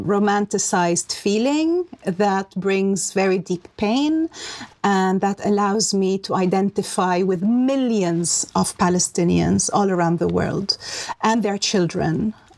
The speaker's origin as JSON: {"language": "English", "country": "United Arab Emirates", "tie": "born or raised there", "also_born_or_lived": "Czechoslovakia / Prague", "moved": "as an adult", "lives_now": "Czechia", "said": "I was born in Czechoslovakia, but grew up in the United Arab Emirates and returned to Prague for university. I spent a few years working here"}